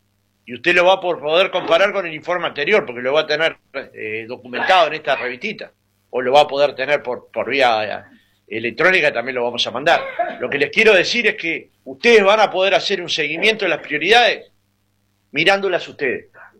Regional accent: Uruguay; Pero no somos uruguayos distintos, vivimos en el mismo país

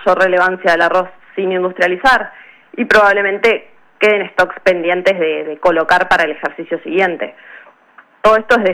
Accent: Uruguay

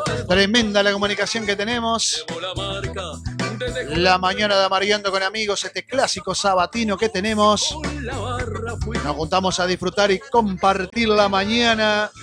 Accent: Uruguay; Obviamente como uruguayo también.

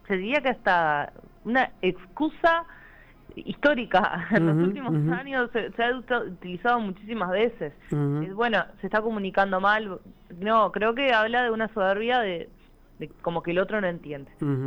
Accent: Fray Bentos, Río Negro, Uruguay; yo soy de Fray Bentos, entonces lo tengo el interior presente

